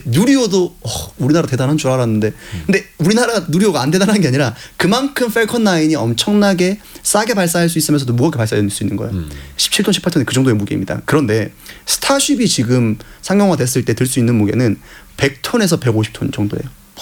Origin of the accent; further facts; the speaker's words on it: Ulsan, South Korea; now in Seoul, South Korea; 제가 고향이 울산인데